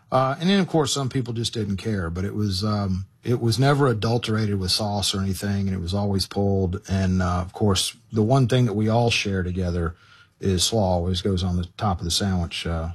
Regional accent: Memphis, Tennessee, United States; born there; I was born in Memphis.

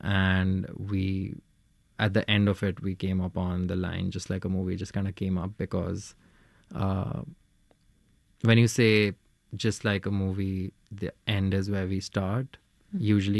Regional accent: Jaipur, Rajasthan, India; moved away as an adult; also born or lived in New Delhi / New York City; now in Los Angeles, United States; I'm in India a lot, in New Delhi and in Jaipur. I grew up in Jaipur, which is a, you know, city near New Delhi. And so I have a home there, which is my childhood home. But now I kind of also live out of Delhi.

